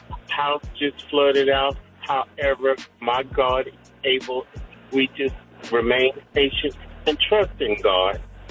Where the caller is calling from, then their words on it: Conyers, Georgia, United States; I'm calling from Conyers, Georgia.